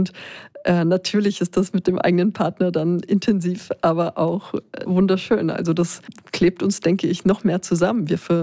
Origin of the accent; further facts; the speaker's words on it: Bulgaria; moved away; In Bulgarien haben wir auch eine ganz besondere Volksmusik.